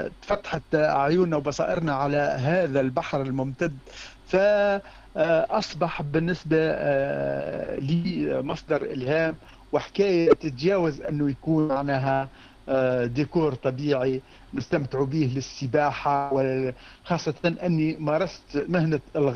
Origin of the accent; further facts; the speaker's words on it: Tunisia; عندنا في تونس